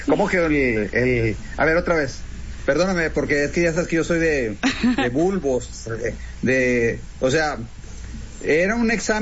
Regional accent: Monclova, Coahuila, Mexico; Saludos desde Monclova, Coahuila, mi tierra. Vine acá a pasar las vacaciones por cuestiones familiares.

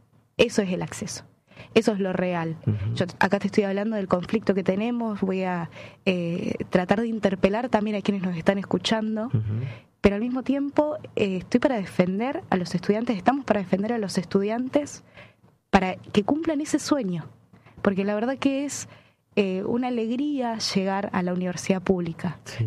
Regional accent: Misiones, Argentina; Yo soy de Misiones, por ejemplo. El esfuerzo que hace mi familia para bancarme acá un alquiler es tremendo.

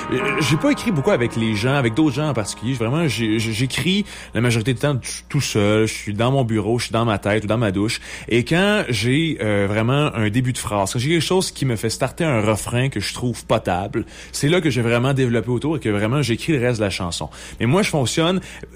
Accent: La Malbaie, Quebec, Canada; Je viens de la Malbaie dans Charlevoix, puis c'est quelque chose que je tiens beaucoup. Mes racines sont très, très, très importantes pour moi.

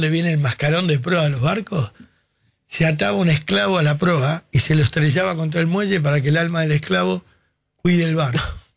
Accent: Argentina; Somos todos tangueros argentinos.

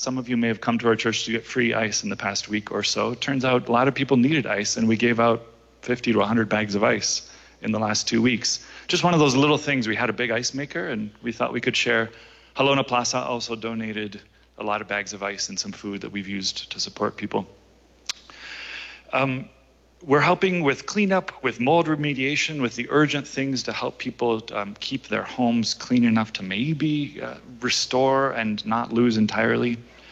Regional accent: Dominican Republic; now in Zuni, United States; but I was born on the island of Quisqueya, the land of the Taino people. Born and raised in the Dominican Republic, America, and Dominican.

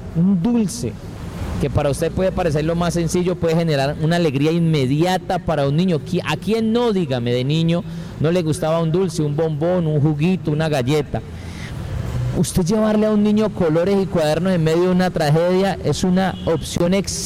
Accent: Cali, Valle del Cauca, Colombia

